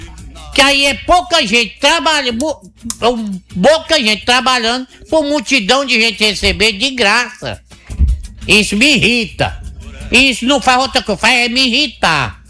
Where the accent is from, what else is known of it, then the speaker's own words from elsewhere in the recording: Ipu, Ceará, Brazil; born there; eu sou caboclo lá, eu nasci no Ceará, no meio do mato, igual preá. nasci igual preá, sabe?